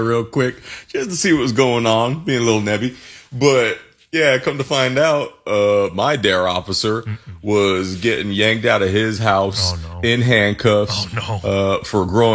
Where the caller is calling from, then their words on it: Washington, United States; from Washington.